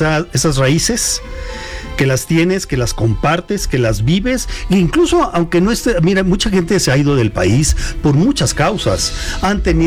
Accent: Mexico; Debemos dejar huella como mexicanos de las cosas positivas, de poner en alto a nuestro país, vayamos a donde vayamos, estemos donde estemos.

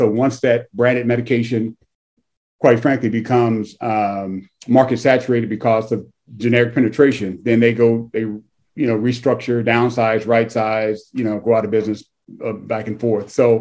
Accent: Chicago, Illinois, United States; moved away as an adult; also born or lived in Kentucky / Baton Rouge / Florida; So I was born and raised in Chicago. You know, I left Chicago like in 1990.

